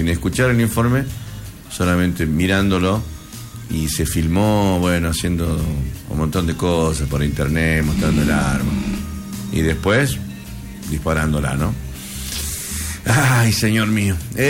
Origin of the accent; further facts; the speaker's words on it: Campo Santo, Salta, Argentina; Nosotros que éramos una cosa chiquitita en mi pueblo, en mi club, en Camposanto